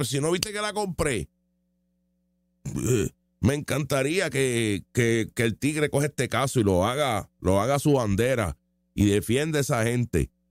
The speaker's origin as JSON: {"language": "Spanish", "country": "Colombia", "lives_now": "abroad", "said": "O sea que eso es Colombia, yo no puedo hacer nada, estamos desde acá."}